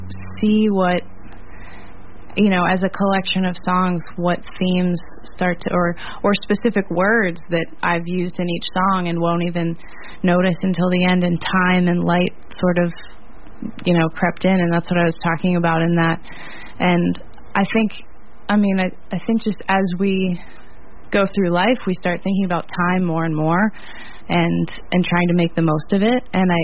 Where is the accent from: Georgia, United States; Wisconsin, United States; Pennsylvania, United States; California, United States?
Pennsylvania, United States; Pittsburgh; my hometown Pittsburgh